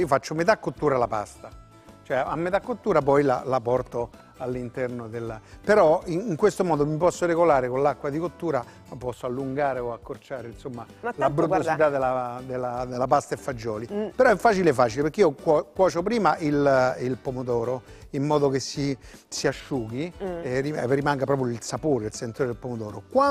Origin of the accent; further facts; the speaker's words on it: Rome, Lazio, Italy; da tante generazioni, da parte di madre sì, papà era d'origine lucana, perciò. Però insomma io dico sempre che sono un romano di Roma, perché sono nato a Roma